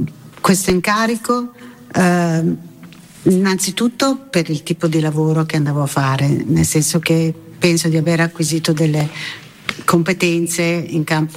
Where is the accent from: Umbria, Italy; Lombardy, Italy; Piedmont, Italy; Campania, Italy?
Lombardy, Italy; Milan; che io da milanese conoscevo come milanese